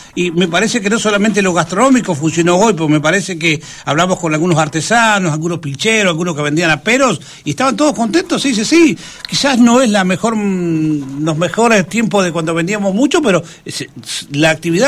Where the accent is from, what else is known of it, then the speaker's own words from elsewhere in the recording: Bolívar, Buenos Aires Province, Argentina; Yo que soy de pueblo, de Bolívar, de ciudad